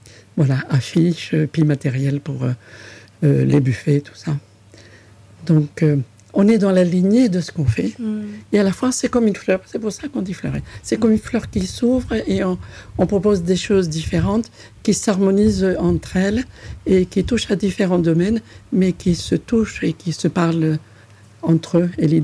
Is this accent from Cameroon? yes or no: no; Chile; moved away; mon pays d'origine, qui est le Chili